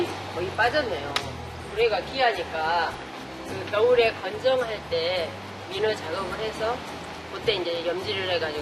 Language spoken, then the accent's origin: Korean; Sinan, South Jeolla, South Korea; born there